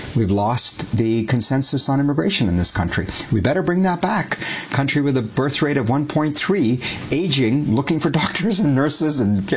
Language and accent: English; Canada; because we haven't had to do it before, Carl. It's been pretty darn easy being Canadian.